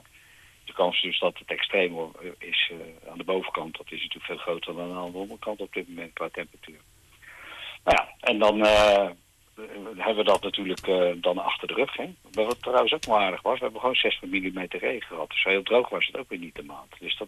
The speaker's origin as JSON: {"language": "Dutch", "area": "Westland", "region": "South Holland", "country": "Netherlands", "said": "Ik kom uit Westland"}